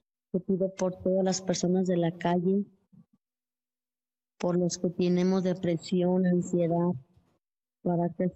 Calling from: Ocotlán, Jalisco, Mexico; Hablo de Ocotlán, Jalisco, México.

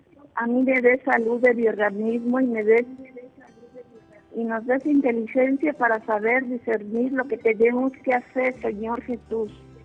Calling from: Jalapilla, Veracruz, Mexico; Hablo de Jalapilla, Veracruz.

